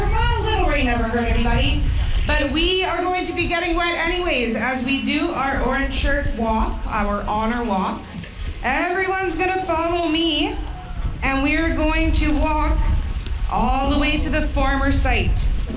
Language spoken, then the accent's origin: English; Serpent River First Nation, Ontario, Canada; I'm from Serpent River First Nation